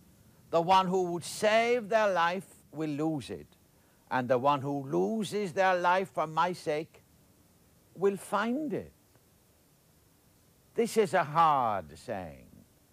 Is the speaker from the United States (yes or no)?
no; Ireland; When I was growing up in Ireland, a long time ago